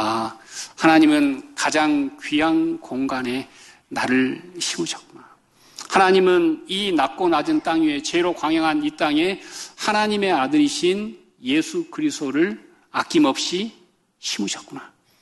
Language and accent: Korean; South Korea